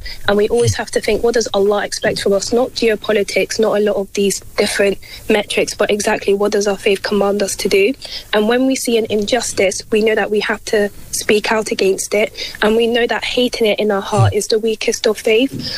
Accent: United Kingdom; I'm from the UK, I'm a British citizen

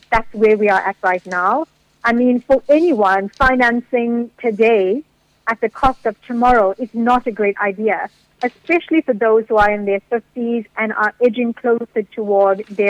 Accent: South Africa

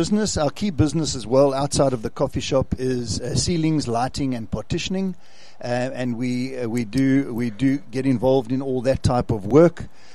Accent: KwaZulu-Natal, South Africa; now in George, South Africa; We previously from KZN.

